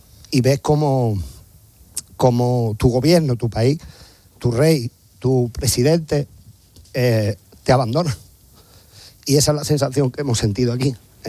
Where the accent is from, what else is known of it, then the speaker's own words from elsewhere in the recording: Ceuta, Spain; soy hijo de Ceuta, hijo de una persona que vino en el año después de la guerra a buscarse la vida aquí, donde nació mi padre, nací yo